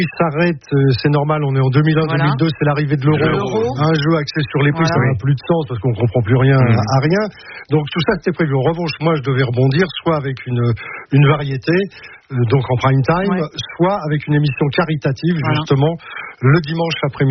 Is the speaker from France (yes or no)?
yes; Paris, Île-de-France, France; Oh, moi, je suis un parigot. Je suis un parigot.